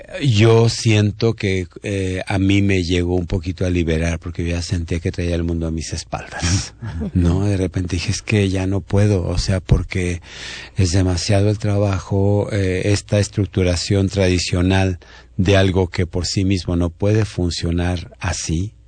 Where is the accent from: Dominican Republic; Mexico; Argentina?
Mexico; yo me siento profundamente mexicano, no desde el nacionalismo de los 40, pero sí mexicano.